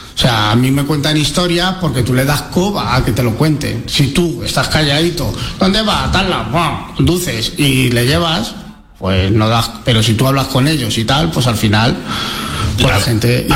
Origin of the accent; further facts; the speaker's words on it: Madrid, Community of Madrid, Spain; Porque yo soy madrileño, he conducido desde los 18 años por Madrid.